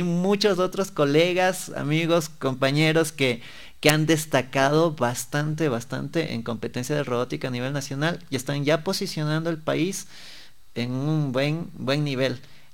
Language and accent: Spanish; Ecuador; nuestro país